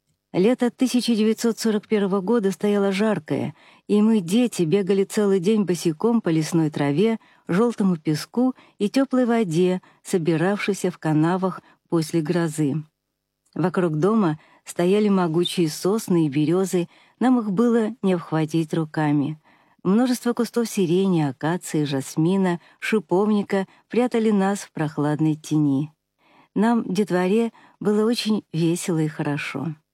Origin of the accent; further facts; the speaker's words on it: Saint Petersburg, Russia; Я родилась в Ленинграде, и когда началась война, мне шел 5-й год.